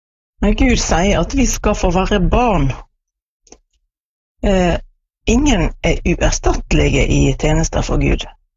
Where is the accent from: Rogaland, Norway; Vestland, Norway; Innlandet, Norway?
Vestland, Norway; Askøy; now in Stranda, Norway; Jeg bor på Stranda sammen med mannen min. Men jeg er født og oppvokst på Askøy.